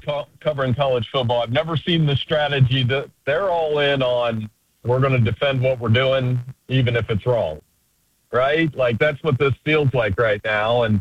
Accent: Ohio, United States; I grew up in Central Ohio. When you grew up in Central Ohio, you learned how to play baseball like Pete Rose.

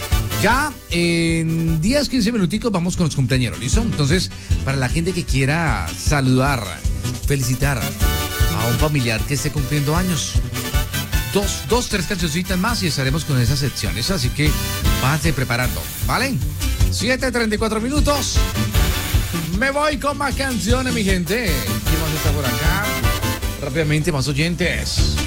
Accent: Llanos Orientales, Colombia; Llaneros, sí, soy llanero primo

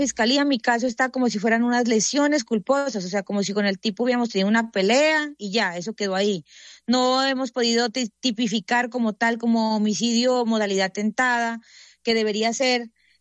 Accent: Nariño, Colombia; como mujeres, como nariñenses, como colombianos

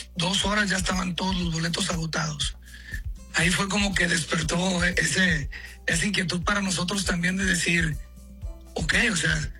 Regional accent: Mexico

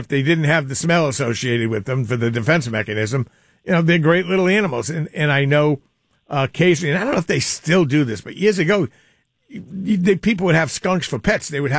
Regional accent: East Providence, Rhode Island, United States; here in my hometown of East Providence, they're building a lot of apartment buildings.

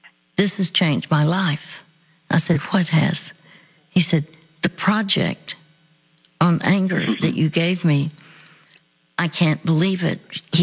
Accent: Dallas, Texas, United States; and they would come to Dallas. I'm from Dallas.

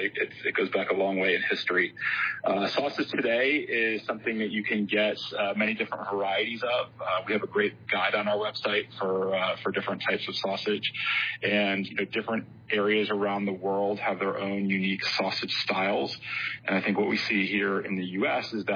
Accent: the South, United States; I'm from the South, and so I've always loved a good chili dog.

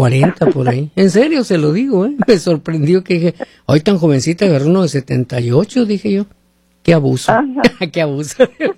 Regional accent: Mexico; como mexicanos, como ciudadanos mexicanos

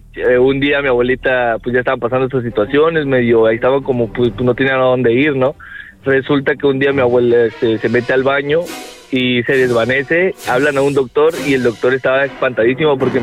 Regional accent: Mexico City, Mexico; Mi familia, somos de la Ciudad de México. Vivíamos en Villa Panamericana.

